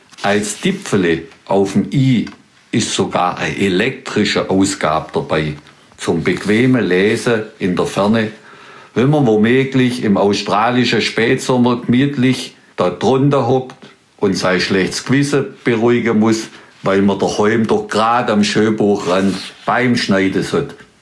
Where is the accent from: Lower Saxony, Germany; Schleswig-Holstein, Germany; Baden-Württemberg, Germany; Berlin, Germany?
Baden-Württemberg, Germany; accent: Swabian; first language Swabian; dass ich als Schwätzer und Schreiber in meiner Muttersprache Schwäbisch unterwegs sein darf